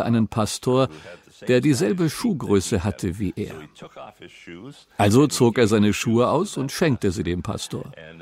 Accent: Canada; Und ich hatte zugestimmt, das Büro in Kanada als Kanadier für 5 Jahre zu leiten.

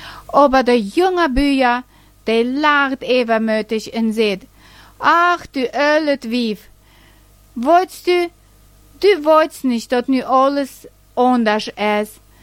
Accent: Bern, Switzerland; in meine Heimat, in Emmental, in der Schweiz

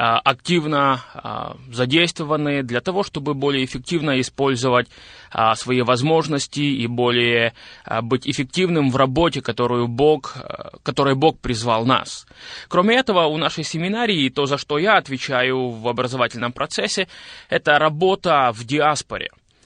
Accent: Zakarpattia Oblast, Ukraine; moved away as an adult; now in Boryslav, Ukraine; Я родился в Украине, в Закарпатской области, и 28 лет я прожил в этом регионе Украины. 7 лет назад я переехал во Львовскую область, в город Борислав

